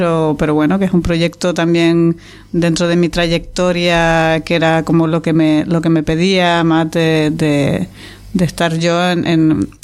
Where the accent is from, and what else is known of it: Canary Islands, Spain; moved away as an adult; also born or lived in Barcelona